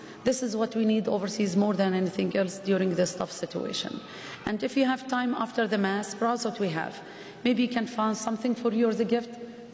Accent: Bethlehem, West Bank, Palestine; English is a second language; now in Michigan, United States; And I hope you understand my heavy accent first. … I was born and raised in Bethlehem. I moved here with my family, but I live in Michigan.

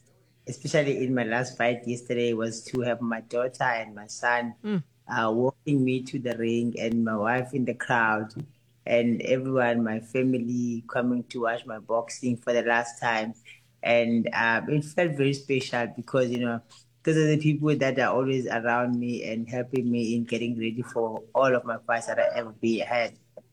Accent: South Africa; I'm South African. I'm a South African.

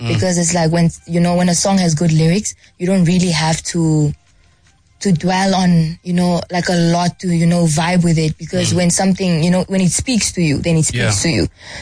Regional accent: Namibia; now in Johannesburg, South Africa; It's like I'm coming from Namibia, from this place where we are only a population of 2.9 to 3 million. And then now I'm coming to Joburg where like there's a wide audience

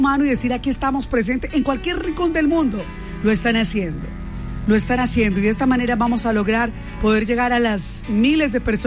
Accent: Colombia; Nos da un orgullo ser colombianos.

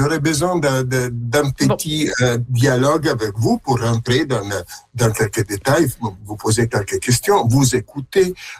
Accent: Milan, Lombardy, Italy; moved away as an adult; also born or lived in Orléans, France; now in Canada; Je suis né à Milan, même à Milan-Ville. J'ai vécu dans cette grande ville, et à un certain point, j'ai migré en France et j'ai habité à Orléans. Donc, plus petit que Milan

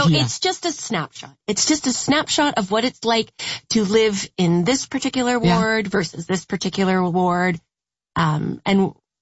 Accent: Ottawa, Ontario, Canada; And I grew up in Ottawa, like I know this

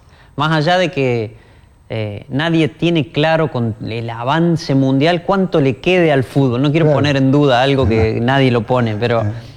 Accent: Argentina; No tengo ni idea por qué pasa eso con lo competitivo que somos los argentinos.

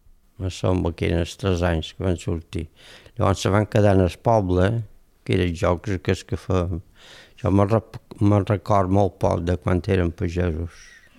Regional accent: Ferreries, Balearic Islands, Spain; de petit, aquí a Ferreries anaven a cases monges, allà per passar el temps

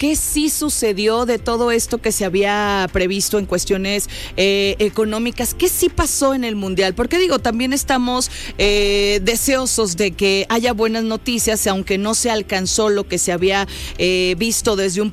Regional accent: Mexico; como buenos mexicanos soñamos demasiado

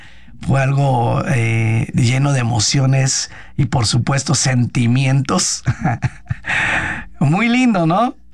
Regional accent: Mexico; ver que en realidad somos el pueblo mexicano, somos capaces y somos determinados

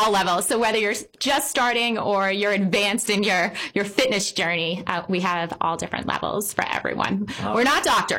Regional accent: Swansea, Massachusetts, United States; I was born and raised in Swansea

